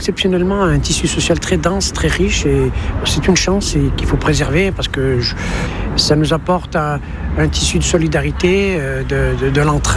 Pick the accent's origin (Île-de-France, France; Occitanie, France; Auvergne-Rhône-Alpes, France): Auvergne-Rhône-Alpes, France; Saint-Étienne; born there; Oui, j'ai de la famille ici. Je suis né à Saint-Étienne.